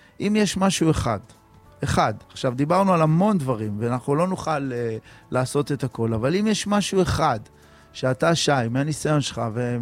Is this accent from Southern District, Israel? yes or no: yes; Eilat, Southern District, Israel; אני אומר בנו, כתושבי העיר אלת